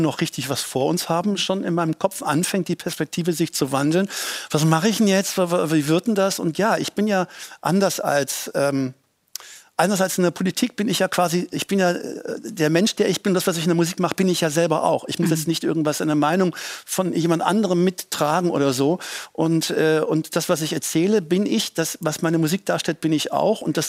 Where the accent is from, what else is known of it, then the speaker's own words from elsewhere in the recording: North Rhine-Westphalia, Germany; da in Ostwestfalen, wo ich groß geworden bin